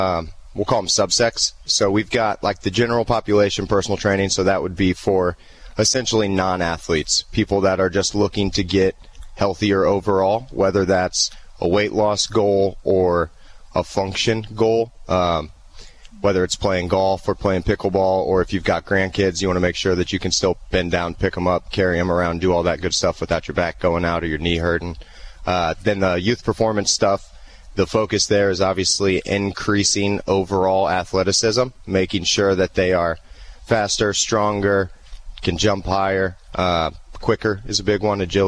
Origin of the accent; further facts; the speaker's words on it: Sherman, Illinois, United States; now in Springfield, United States; Yeah, born and raised in Sherman. Went to Louisville High School.